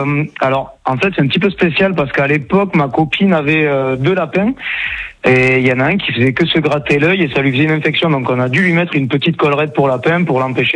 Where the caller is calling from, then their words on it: Arcachon, Nouvelle-Aquitaine, France; Moi, je suis sur Arcachon.